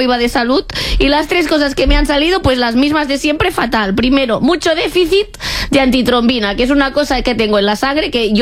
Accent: Catalonia, Spain; Yo bebo agua porque soy catalana, ¿vale?

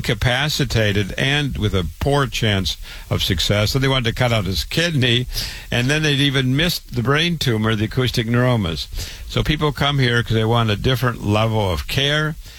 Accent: Waterloo, Iowa, United States; born or raised there

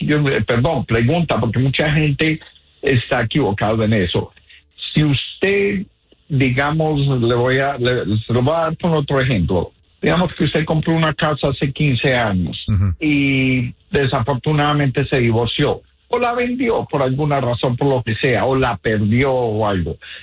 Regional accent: Colombia; now in United States; Soy originalmente de Colombia, Sudamérica.

